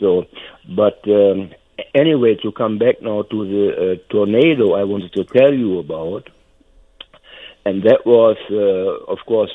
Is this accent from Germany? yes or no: yes; North Rhine-Westphalia, Germany; I grew up in North Rhine-Westphalia.